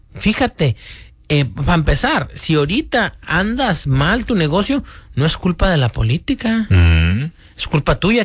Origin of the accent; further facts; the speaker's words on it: Mexico; now in United States; Yo soy mexicano.